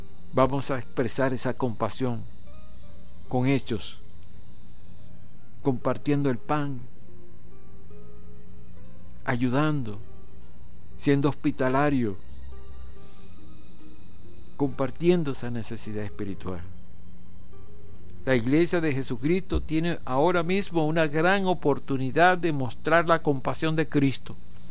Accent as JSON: {"language": "Spanish", "country": "Venezuela", "said": "como venezolanos, como compatriotas"}